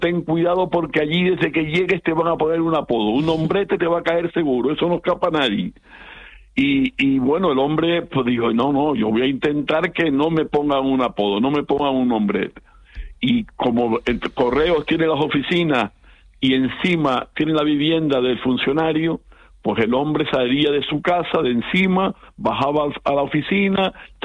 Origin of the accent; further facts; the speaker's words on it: San Andrés y Sauces, Canary Islands, Spain; es mi pueblo